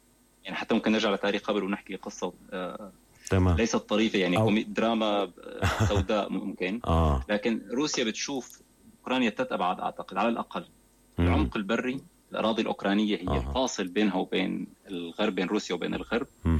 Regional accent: Syria; كإنسان كسوري

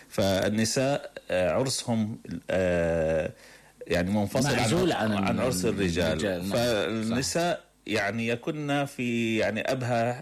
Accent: Syria; عندنا في الشام

